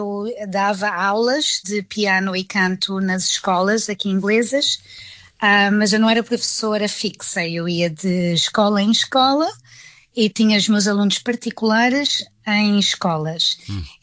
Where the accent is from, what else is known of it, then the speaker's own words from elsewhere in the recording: Vila Franca de Xira, Lisbon, Portugal; moved away as an adult; now in United Kingdom; Então, eu sou natural de Vila Franca de Xira, Lisboa.